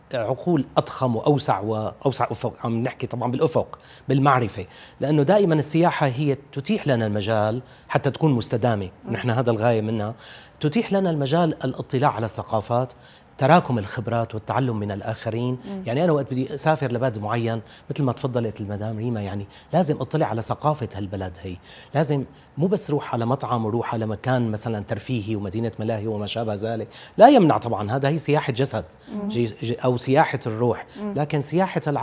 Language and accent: Arabic; Syria; بلدنا سوريا